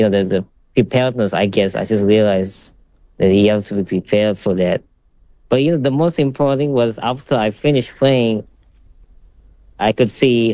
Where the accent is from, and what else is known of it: Bali, Indonesia; born or raised there